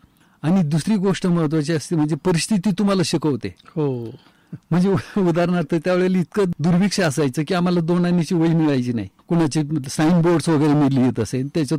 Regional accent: Nighoj, Maharashtra, India; निगोज हे आमचं मूळ गाव। बरं, मग निगोजून मग वडझिऱ्याला गेलो।

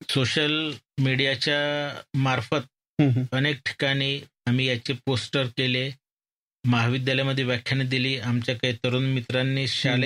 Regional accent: Ahmednagar district, Maharashtra, India

